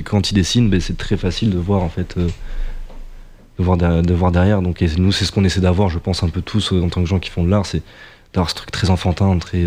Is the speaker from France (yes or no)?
yes; Limoges, Nouvelle-Aquitaine, France; je viens de Limoges, donc une toute petite ville